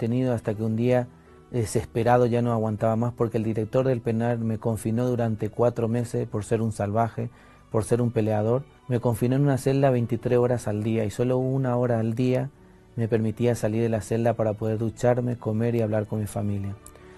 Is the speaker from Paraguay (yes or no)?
yes; Paraguay; soy paraguayo, provengo de una familia de 4 hermanos.